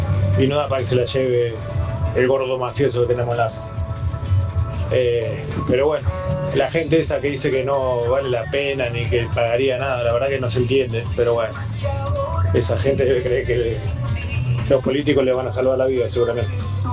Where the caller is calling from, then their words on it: Morón, Buenos Aires Province, Argentina; de Morón.